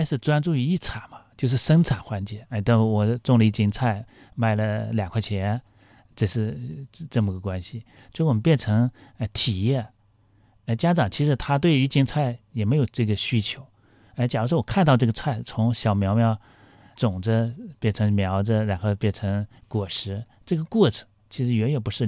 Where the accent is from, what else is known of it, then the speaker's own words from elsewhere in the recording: China; 我们中国人作为一个农耕文明的国家